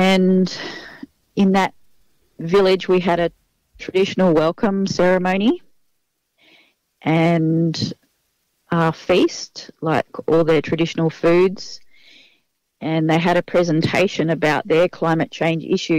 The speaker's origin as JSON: {"language": "English", "country": "Australia", "tie": "born or raised there", "said": "I'm a born traveller, like I grew up travelling all around Australia"}